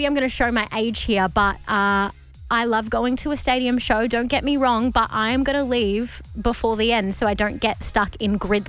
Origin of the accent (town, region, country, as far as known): Australia